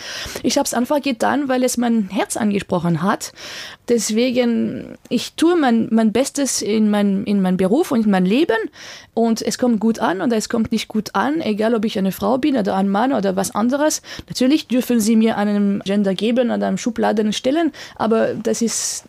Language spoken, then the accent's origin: German; France; German is a second language; also born or lived in Vienna, Austria / Germany; now in Austria; also musikalisch aufgewachsen bin in Wien und in Deutschland. Meine erste Stelle war in Würzburg am Theater und dann Deutsche Oper am Rhein, Duisburg, Düsseldorf. Ich lebe in Österreich.